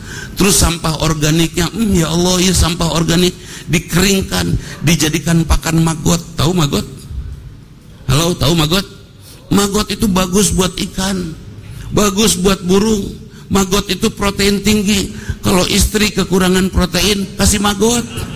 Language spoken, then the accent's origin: Indonesian; West Java, Indonesia; Aya bahasa kita orang Sunda.